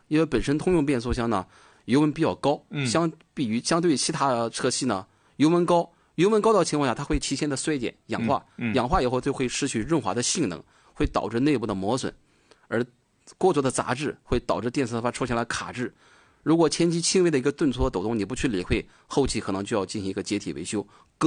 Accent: Dalian, Liaoning, China; accent: Dalian dialect; 我们大连话叫蹭起

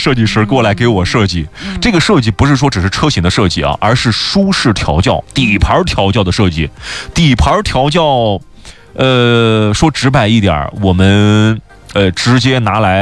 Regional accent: China

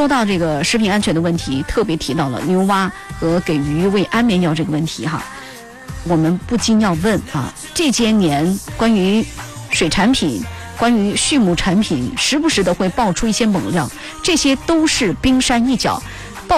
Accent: Chongqing, China; 像什么我们重庆人喜欢吃火锅的那些东西啊

